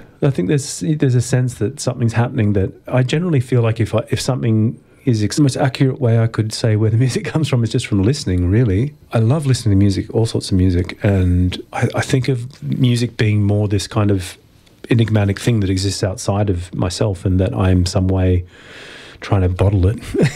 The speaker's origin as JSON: {"language": "English", "town": "Greenwich", "region": "London", "country": "United Kingdom", "tie": "born or raised there", "said": "Quite close to here, actually. I grew up in Greenwich."}